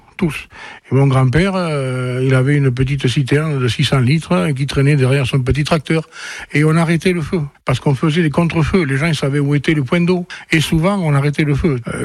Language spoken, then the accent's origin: French; Saumos, Nouvelle-Aquitaine, France; born there; je suis né à Somos, là où il y a eu tous ces incendies